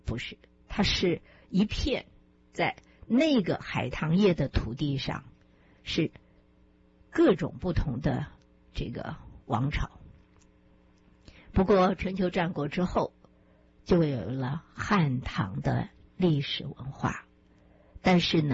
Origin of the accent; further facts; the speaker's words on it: Chiayi, Taiwan; 当我在台湾出生，那是民国40年，1951年的时候，我在台湾出生，我住在嘉义。